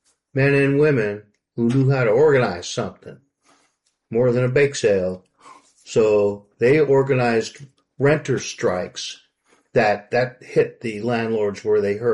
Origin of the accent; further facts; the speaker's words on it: New York, United States; like I grew up in New York, and I there were rent strikes when I was a kid there.